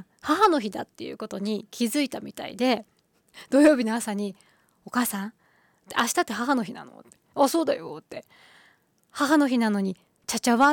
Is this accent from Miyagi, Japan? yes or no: yes; Ishinomaki, Miyagi, Japan; accent: Tohoku dialect (Ishinomaki area); なんかそれがもう普通なので、息子にとってはだいぶなんかこう方言というか東北弁というか、ここら辺のね、石巻地域の言葉がなんか馴染んできたというか